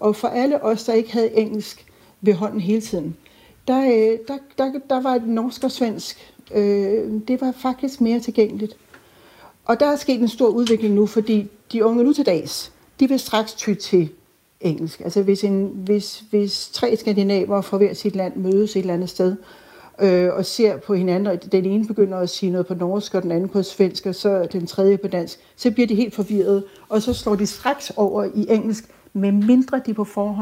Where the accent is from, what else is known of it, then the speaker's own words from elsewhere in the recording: Albertslund, Capital Region of Denmark, Denmark; jeg voksede op i den del af Danmark, hvor man, hvis man havde en ordentlig antenne, kunne høre svensk. Jeg er fra Albertslund, og der kunne man så... Så mine fætter, de lærte tysk, og jeg lærte svensk.